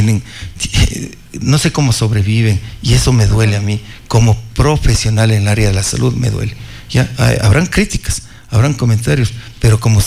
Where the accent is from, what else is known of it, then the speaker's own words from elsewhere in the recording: Guano, Chimborazo, Ecuador; Estoy aquí en Guano, he estado en Guano y estaré en Guano